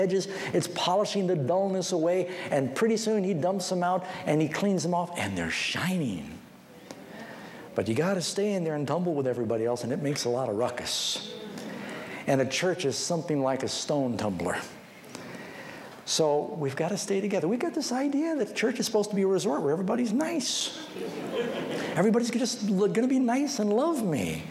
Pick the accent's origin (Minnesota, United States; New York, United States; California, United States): New York, United States; I get the dumbest questions of people hear that I was from New York.